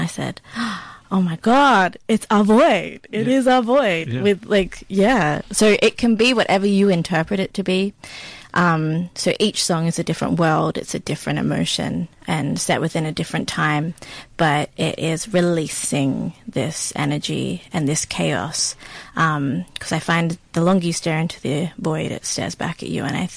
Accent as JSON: {"language": "English", "region": "New South Wales", "country": "Australia", "tie": "born or raised there", "said": "So growing up on Darug country was big important part of who I am and my identity as well, and being in between, I guess, from the mountains to the sea was that's kind of about me, where I'm from"}